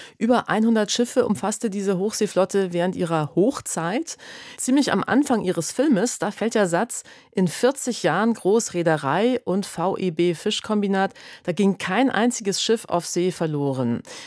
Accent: Bavaria, Germany; ich, die ich hier in Bayern aufgewachsen bin

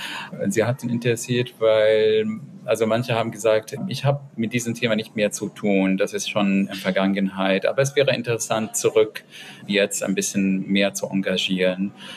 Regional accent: Palestine; Also ich bin einer von den Betroffenen als Palästinenser und ich bin alleine zu Hause

